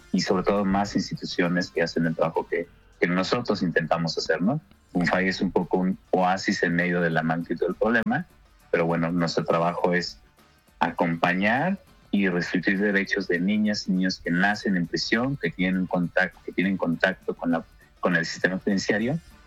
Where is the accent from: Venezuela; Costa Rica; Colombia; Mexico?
Mexico